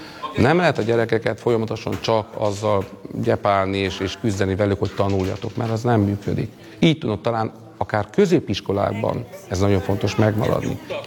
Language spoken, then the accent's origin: Hungarian; Hungary; mert az is mondtam, hogy magyar ember vagyok, de mellette cigány emberként, és beás cigány, így mondanám, ez a pontosítása.